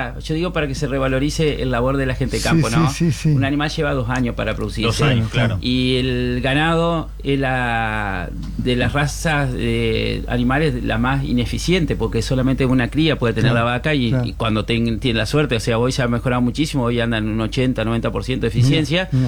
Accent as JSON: {"language": "Spanish", "town": "Viale", "region": "Entre Ríos", "country": "Argentina", "tie": "born or raised there"}